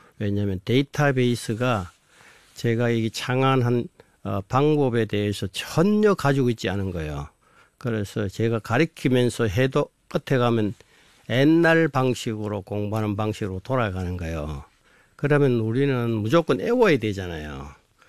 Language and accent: Korean; South Korea; 우리는 한국 사람이라